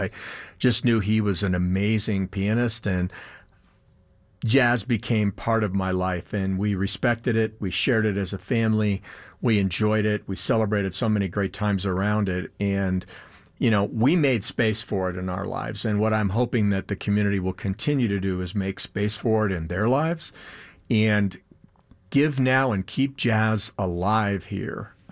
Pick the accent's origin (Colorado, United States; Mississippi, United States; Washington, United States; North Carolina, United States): Colorado, United States; Denver; as a young man growing up in Denver